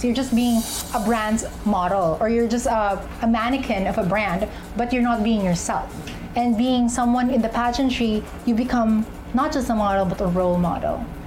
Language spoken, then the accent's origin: English; Jeddah, Makkah Province, Saudi Arabia; now in Philippines; I was born and raised in Jeddah, Saudi Arabia.